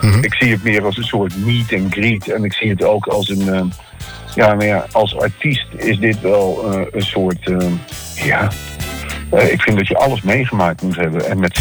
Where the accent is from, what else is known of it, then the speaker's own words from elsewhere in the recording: Arnhem, Gelderland, Netherlands; Het gaat over mezelf, over mijn jeugd in Arnhem...